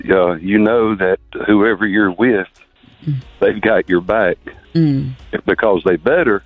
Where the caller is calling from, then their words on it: Tuscaloosa County, Alabama, United States; Down here in Tuscaloosa County.